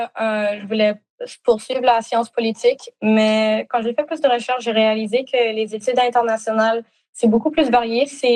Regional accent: Australia; first language French; les deux, ils sont québécois de base. Et même en Australie, ils m'ont beaucoup parlé en français, c'est ma première langue. Et ils nous ont toujours parlé en français à moi et mon frère à la maison. On a appris l'anglais en parallèle à l'extérieur.

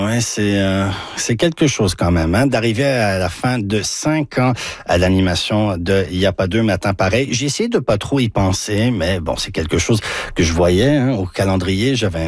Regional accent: Toronto, Ontario, Canada; quand j'étais petit en grandissant en français à Toronto.

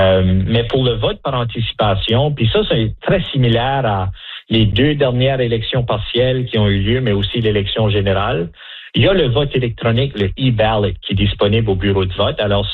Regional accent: New Brunswick, Canada; Moi, je suis un Acadien, je suis originaire du New-Brunswick

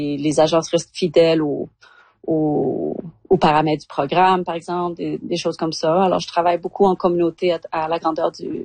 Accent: Calgary, Alberta, Canada

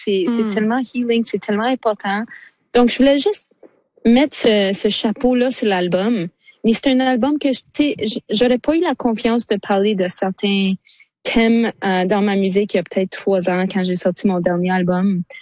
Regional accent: Sudbury, Ontario, Canada; tu sais, j'ai grandi à Sudbury, puis on est toute une gang d'Obantawin qui vivent à Sudbury.

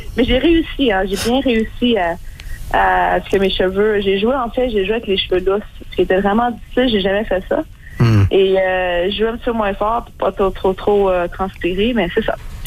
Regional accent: Quebec, Canada; moved away; also born or lived in Ontario; j'ai quand même passé 20 ans de ma vie ici, bien sûr, je viens du Québec. Si j'avais pensé un jour être dans un temple de la renommée quelconque, moi j'aurais pensé que ça aurait été au Québec, mais sûrement pas en Ontario.

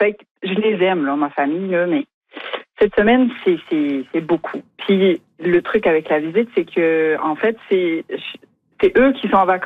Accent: France; now in Carleton-sur-Mer, Canada; C'est vrai, mais vous l'entendez dans mon accent, je suis pas forcément d'ici. Je suis, oui, habitante à Carleton-sur-Mer, mais je suis néo-gaspésienne. Et donc, ma famille, quand elle débarque de France, là, pour me voir, c'est difficile de dire non.

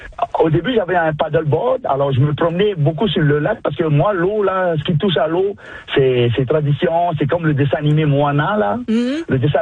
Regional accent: French Polynesia; now in Canada; Chez nous, en Polynésie

